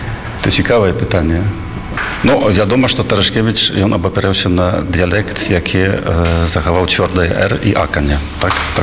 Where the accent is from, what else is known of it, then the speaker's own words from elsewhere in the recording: Warsaw, Masovian Voivodeship, Poland; born there; Belarusian is a second language; Я нарадзіўся ў Варшаве, але вельмі шмат часу правёў з беларусамі.